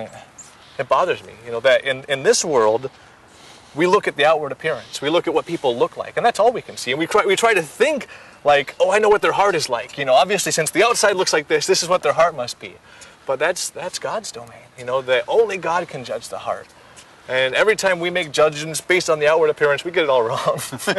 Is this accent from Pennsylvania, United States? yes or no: no; North Edwards, California, United States; born there; also born or lived in Salt Lake City, Utah; And I just started going to school out there, really, really rural place, not very much room. We moved from California City to North Edwards, and was going to school in North Edwards.